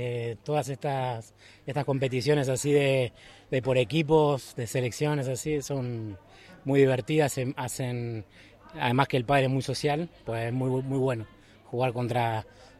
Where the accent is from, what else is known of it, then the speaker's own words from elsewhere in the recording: Buenos Aires, Argentina; now in Ireland; el viernes viajo a Argentina, a Buenos Aires, a mi tierra